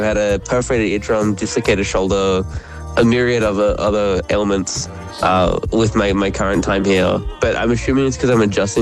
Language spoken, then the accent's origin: English; Brisbane, Queensland, Australia; born there; moved away as an adult; I was born in the Redcliffe Hospital